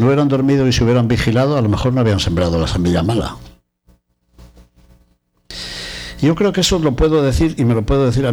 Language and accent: Spanish; Castile and León, Spain; moved away; En mi tierra de León decían el furmiento, un dialecto casi asturiano y gallego.